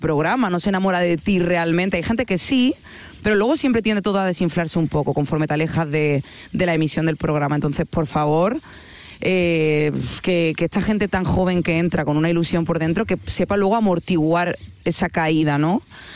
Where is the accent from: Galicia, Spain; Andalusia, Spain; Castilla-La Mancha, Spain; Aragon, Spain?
Andalusia, Spain; Yo soy andaluza. Me encanta reírme, pasármelo bien.